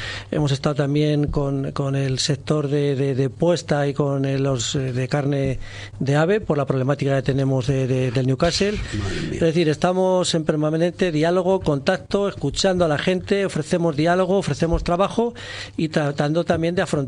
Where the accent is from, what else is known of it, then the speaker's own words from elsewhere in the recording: Arévalo, Castile and León, Spain; also born or lived in Ávila; nosotros somos de la Moraña, somos de Arevalo.